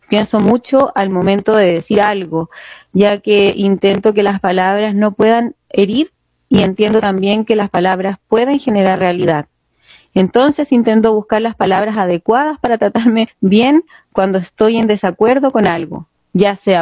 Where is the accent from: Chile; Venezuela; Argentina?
Chile; nosotros como chilenos y chilenas